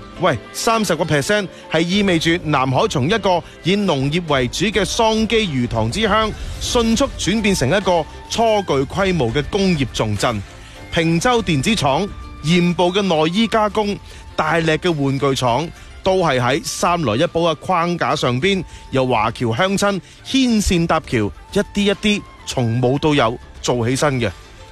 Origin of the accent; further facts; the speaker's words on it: Guangdong, China; 西樵山是我们广东有名的风景名胜